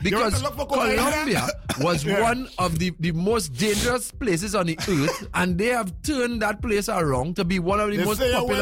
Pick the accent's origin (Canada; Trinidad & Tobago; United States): Trinidad & Tobago; Arima; I'm from Malabar, Arima. Proud.